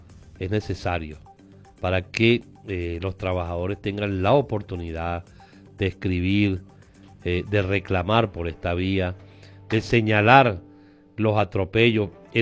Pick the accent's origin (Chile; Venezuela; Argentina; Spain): Venezuela; nosotros tenemos que exigir esas prioridades como venezolanos.